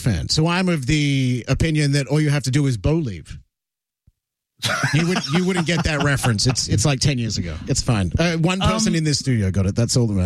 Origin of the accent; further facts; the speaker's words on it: Australia; moved away; I'd travel to my home country